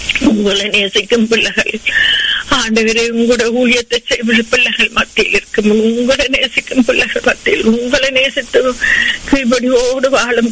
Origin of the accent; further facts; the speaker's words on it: Sri Lanka; என்ன நாங்கள் பிறந்து வளர்ந்த தேசமாகிய இலங்கை தேசத்துக்காக, அந்த அழகிய தீவுக்காக உங்களை வருவோம்.